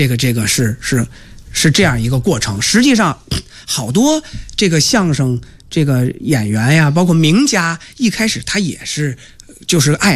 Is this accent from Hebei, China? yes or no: no; Beijing, China; 我们家呢是在北京的郊区房山，就那个时候我是86年出生的，那么我能记事啊，包括我五六岁啊或者六七岁能上学的时候也都是在房山。